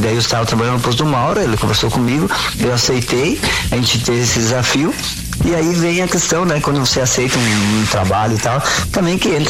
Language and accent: Portuguese; Nova Prata, Rio Grande do Sul, Brazil; also born or lived in Bagé; now in Veranópolis, Brazil; Eu saí de Nova Prata em 95.